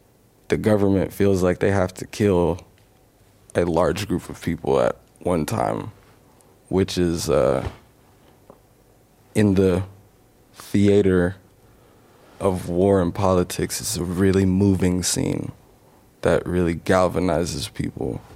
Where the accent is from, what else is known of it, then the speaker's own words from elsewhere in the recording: South Africa; And I'm South African. I was born in 94.